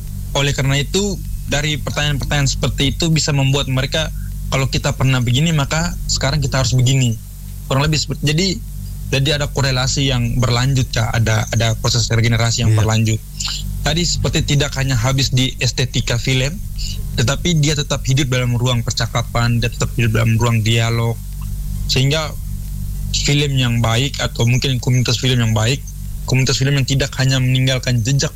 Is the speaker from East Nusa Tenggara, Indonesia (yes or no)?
yes; Lembata, East Nusa Tenggara, Indonesia; tapi diingat sebagai anggota masyarakat Lembata yang berusaha memajukan dan memperkenalkan kebudayaan Lembata secara luas